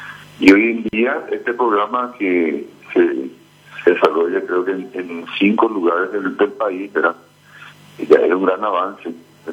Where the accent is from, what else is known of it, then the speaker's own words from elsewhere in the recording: Concepción, Paraguay; Somos todos aquí de Concepción, prácticamente